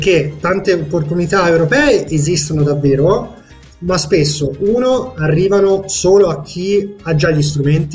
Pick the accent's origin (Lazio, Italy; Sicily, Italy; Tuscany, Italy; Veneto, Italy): Tuscany, Italy; parlare anche a ragazzo di provincia come me, vengo da un piccolo borgo della Toscana, forse si sente dal mio accento